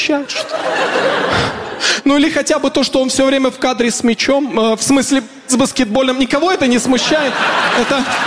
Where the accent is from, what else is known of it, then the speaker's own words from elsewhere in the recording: Kazakhstan; я, блин, из Казахстана.